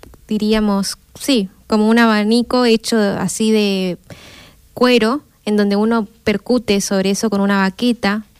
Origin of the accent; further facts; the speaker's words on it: Misiones, Argentina; moved away; Sí, argentino. Yo soy nacida en Criada de Misiones